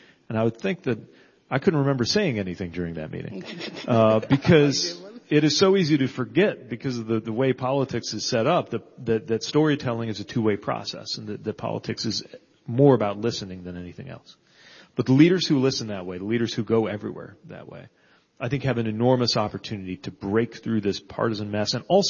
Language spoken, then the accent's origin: English; Indiana, United States; When I was preparing to run for mayor in my hometown in Indiana